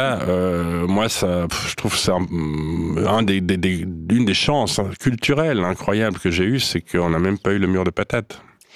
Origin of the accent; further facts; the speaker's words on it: La Tour-de-Peilz, Vaud, Switzerland; also born or lived in Lausanne; Bon, déjà, on est une fratrie de quatre. Et puis, on a grandi à la Tour de Paix. Je fais mes écoles entre Lausanne et la Tour de Paix